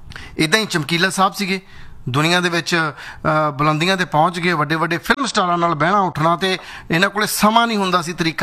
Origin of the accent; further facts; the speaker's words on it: Punjab, India; ਅਸੀਂ ਕਹਿੰਦੇ ਮਾਲਵੇ ਚ ਕਰੁੰਬਲਾ